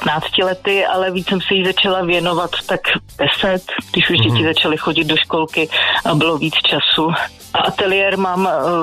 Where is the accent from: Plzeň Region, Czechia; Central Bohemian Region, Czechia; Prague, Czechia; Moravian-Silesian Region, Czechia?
Prague, Czechia; Já jsem z Prahy, Modřan konkrétně.